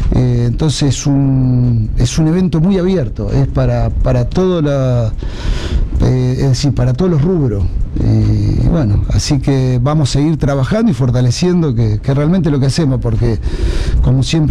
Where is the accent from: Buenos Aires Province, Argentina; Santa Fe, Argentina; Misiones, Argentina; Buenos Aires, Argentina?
Santa Fe, Argentina; En Migán. En Migán, bien pueblerino, de campo, mis padres, toda la vida en el campo, tenían cabaña de cerdo